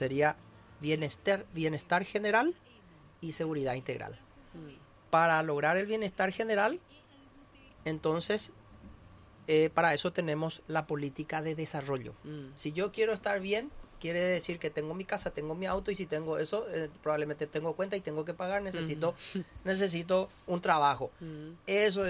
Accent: Paraguay; somos nosotros los paraguayos.

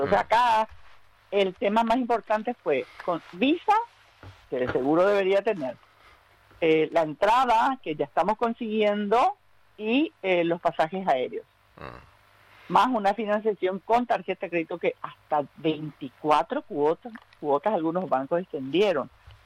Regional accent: Paraguay; Y hablo como paraguaya, por eso hablo en plural.

